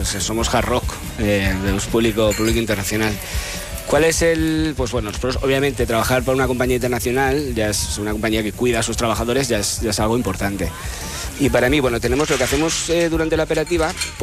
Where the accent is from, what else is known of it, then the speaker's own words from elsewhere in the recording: Casar de Cáceres, Extremadura, Spain; Yo soy extremeño. Extremadura por bandera, soy del Casar de Cáceres, guiño, guiño, de la torta del Casar.